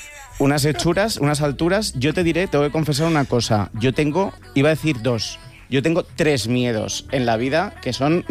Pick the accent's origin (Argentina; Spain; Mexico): Spain; Evidentemente, siendo español y autónomo, no sé si tengo que explicar mucho más.